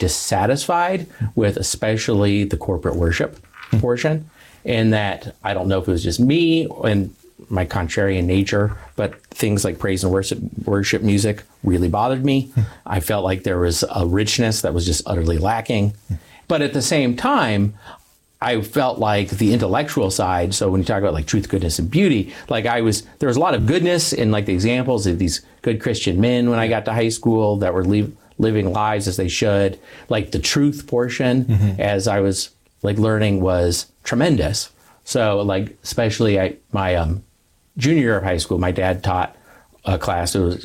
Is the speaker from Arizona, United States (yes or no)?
yes; Tucson, Arizona, United States; also born or lived in Santa Barbara, California, United States; I grew up in Tucson, Arizona.